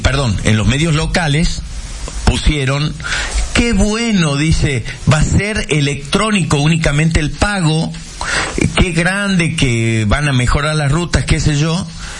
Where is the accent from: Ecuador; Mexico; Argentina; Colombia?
Argentina; Salta; ¿cuántos somos los argentinos? Los salteños, 3 millones.